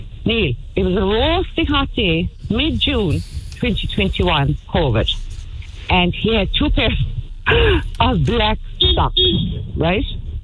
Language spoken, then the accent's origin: English; Munster, Ireland; accent: Kerry; I have all my Kerry accent out today.